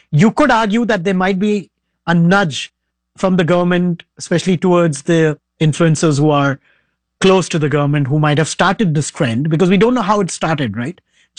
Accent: India; now in Dubai, United Arab Emirates; I come from India

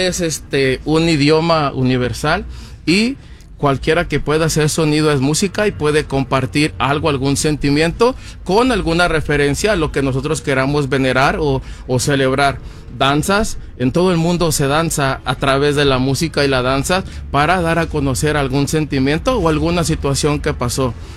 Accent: Oaxaca, Mexico; Yo creo que como oaxaqueños aprendemos a bailar en las fiestas todos los sábados o los domingos

